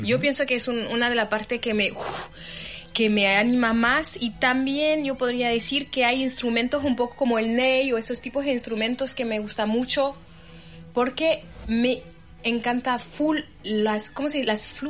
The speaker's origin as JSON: {"language": "Spanish", "country": "Algeria", "said": "Y es diferente porque en Argelia somos africanos, no somos árabes."}